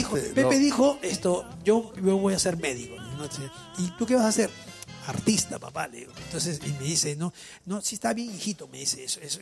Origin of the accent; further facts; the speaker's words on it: Piura, Peru; Entonces, dije … vengo de Piura